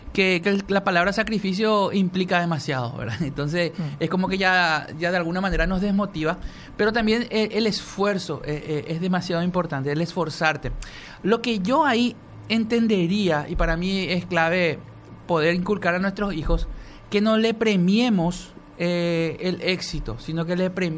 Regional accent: Paraguay

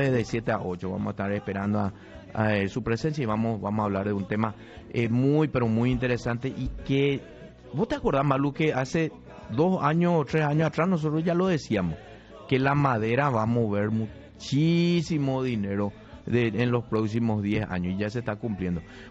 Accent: Paraguay; qué orgullo realmente como paraguayo

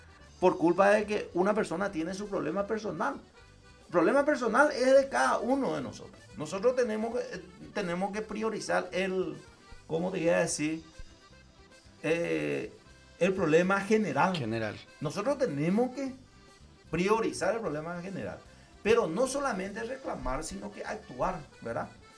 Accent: Paraguay; Yo, mi obligación como paraguayo es hablar el español. Mi obligación es como paraguayo hablar el guaraní y entender el guaraní

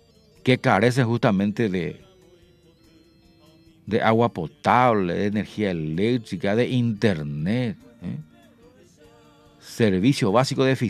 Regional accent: Paraguay; somos paraguayos

